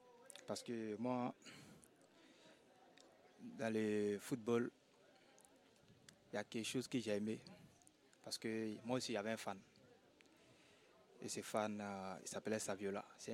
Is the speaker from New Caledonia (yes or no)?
no; Abobo, Abidjan, Côte d’Ivoire; moved away; Moi, je viens de la Côte d'Ivoire. Ma ville, c'est Abobo.